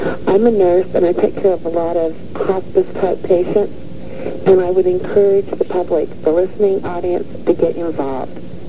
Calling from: Ogden, Utah, United States; I'm from Ogden, Utah.

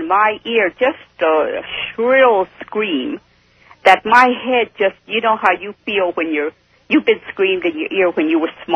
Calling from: Bakersfield, California, United States; from Bakersfield.

